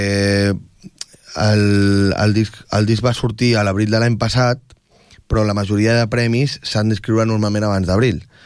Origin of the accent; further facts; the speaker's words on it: Tordera, Catalonia, Spain; now in Barcelona, Spain; A Barcelona, que és on soc. Soc de Tordera, però de Barcelona, i també els meus estudis els he fet a Barcelona